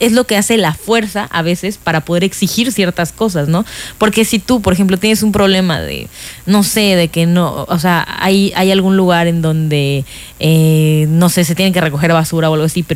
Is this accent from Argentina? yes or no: no; Mexico